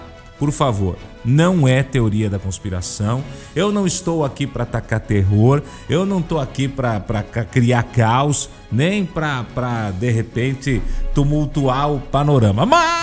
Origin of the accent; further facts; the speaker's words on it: Brazil